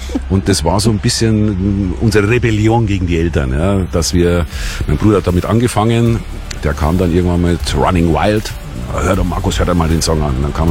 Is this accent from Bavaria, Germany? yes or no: yes; Bavaria, Germany; Ja gut, du musst wissen, ich bin in Bayern aufgewachsen.